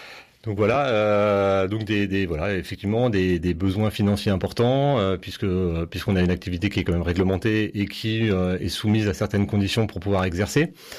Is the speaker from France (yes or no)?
yes; Angoulême, Nouvelle-Aquitaine, France; moved away as an adult; je suis un produit charentais à la base, donc né à Angoulême. J'ai grandi à Angoulême. J'ai fait une partie de mes études à Angoulême, puis après, je me suis un petit peu expatrié.